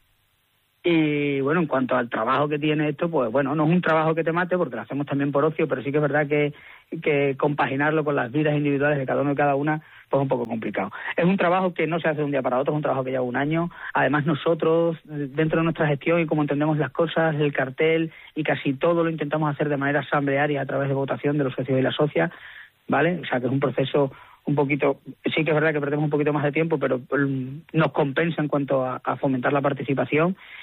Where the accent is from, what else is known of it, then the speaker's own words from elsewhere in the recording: Extremadura, Spain; Yo soy de la provincia de Badajoz, vivo en Montijo, pero nosotros tenemos una casita en Orcajo, que es una pedanía de una alquería, mejor dicho, de pino franqueado.